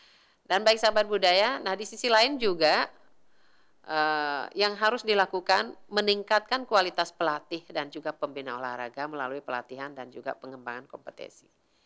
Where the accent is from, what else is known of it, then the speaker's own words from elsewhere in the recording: Indonesia; Kalau seperti di kampung saya itu kegiatan olahraga yang menonjol itu ini ya, voli putra-putri.